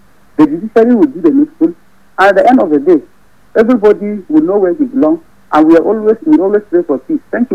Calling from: Plateau, Nigeria; I'm a Fizere from the North.

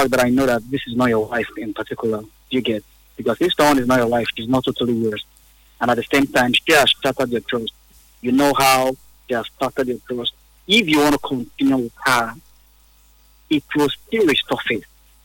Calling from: Port Harcourt, Rivers, Nigeria; I'm calling from Woji.

